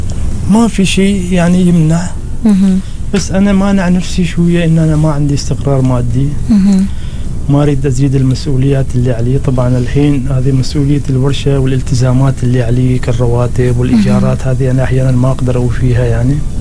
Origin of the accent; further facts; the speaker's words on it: Oman; أنا جاي هني من عمان ما أعرف أنتو وين جالس أدور وأحوط